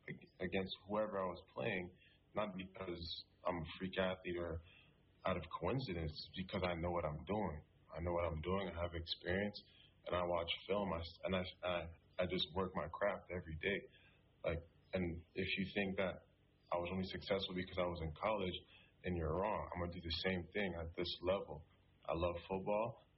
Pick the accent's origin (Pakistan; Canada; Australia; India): Canada; Ottawa, Ontario; now in United States; I grew up in Ottawa, Ontario. Everybody asked me, what's it like?